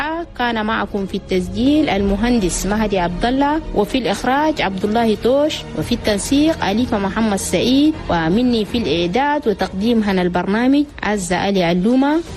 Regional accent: Chad; عاداتنا وتقاليدنا وقيمنا التشادية ودائما خلي يكون بيناتنا نشر هنا رسالة ثقافة السلام والتعايش السلمي لأن بلدنا تشاد كان زمان الناس يرفوه بالحروب وعدم الاستقرار

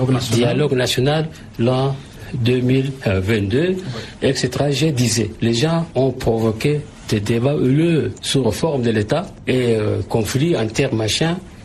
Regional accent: Bardaï, Tibesti, Chad

